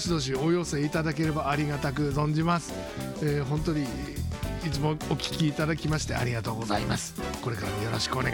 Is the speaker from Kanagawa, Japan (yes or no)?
no; Fukushima, Japan; 私たち福島県人にとってはね、胸を張って言いたいところでございます。